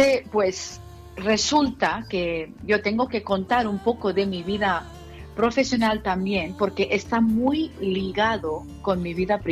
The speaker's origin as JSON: {"language": "Spanish", "region": "South India", "country": "India", "second_language": "Spanish", "moved": "yes", "lives_now": "Mallorca, Spain", "said": "De la India, yo soy de la India del Sur... de origen, vivo en Mallorca"}